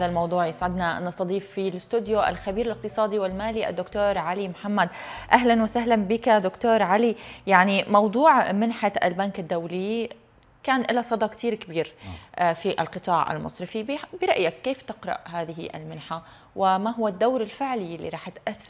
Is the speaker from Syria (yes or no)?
yes; Syria; بالنسبة لنا كسورية وكسوريين